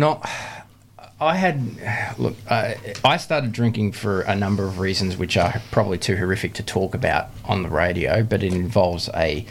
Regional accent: Melbourne, Victoria, Australia; also born or lived in Yarraville; The eastern suburbs. I was born in Jesse McPherson Hospital in the city, and I grew up in Baldwin.

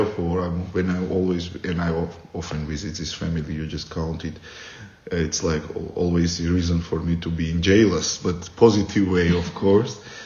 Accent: Borjomi, Samtskhe-Javakheti, Georgia; English is a second language; also born or lived in Tbilisi; And then in my hometown in Borjomi, they created the boys church choir. I became a member of that choir, and when I moved into Tbilisi, well, that times I was mostly about church music and chanting

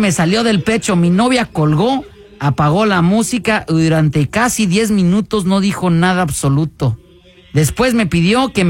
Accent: Laredo, Texas, United States; born there; now in Pflugerville, United States; Yo me identifico mucho con la flaquita porque también nací en Laredo, Texas.

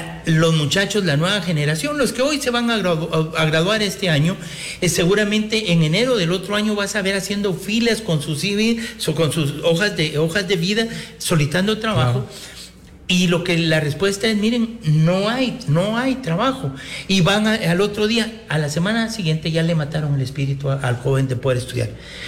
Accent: Guatemala; pero yo sí creo que como guatemaltecos o como jóvenes o los que deseen estudiar deberían de tener una, claro, alternativa

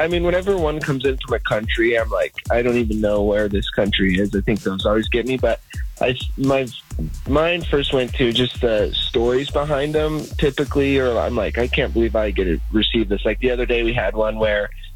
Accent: Utah, United States; we're from Utah

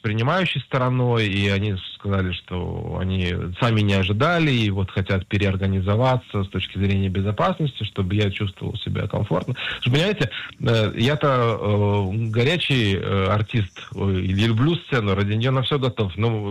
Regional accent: Israel; я рос в Израиле

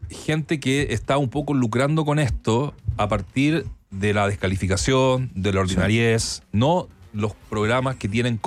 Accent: Chile; nos tocó a todos nosotros como gente, como chilenos, como amantes del fútbol

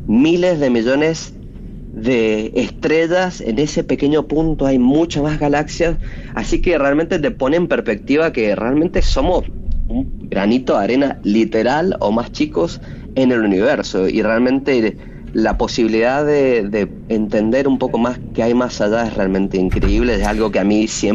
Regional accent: Mendoza, Argentina; born there; yo nací en Mendoza, me tocó mucho ver el cielo desde las montañas increíbles que tenemos

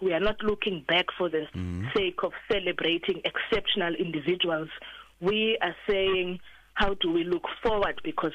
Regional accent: South Africa

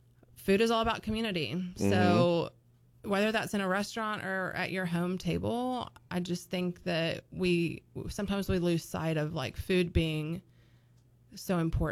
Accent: Birmingham, Alabama, United States; so I grew up in Birmingham, and my grandma is from a really small town called Grove Hill, and it's in South Alabama

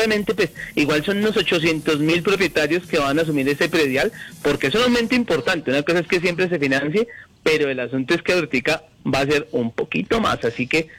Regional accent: Colombia; Sí, señora, aparte del terremoto, pero seguimos adelante, que así somos los colombianos.

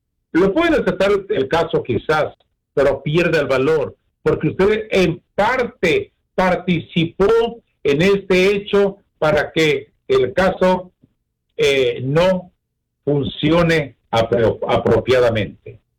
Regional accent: Mexico; now in United States; poner el alto, muy en alto, nuestro país, México querido.

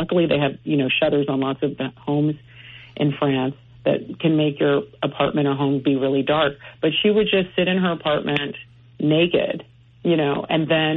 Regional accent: California, United States; I grew up in California.

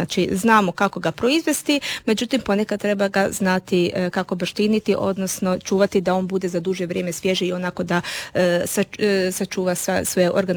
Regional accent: Istria County, Croatia; kod nas u Istri

